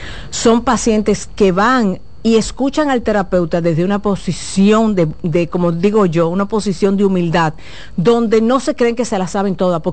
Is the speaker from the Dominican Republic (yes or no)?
yes; Dominican Republic; Tú vienes quilla, que significa molestia, soy muy dominicano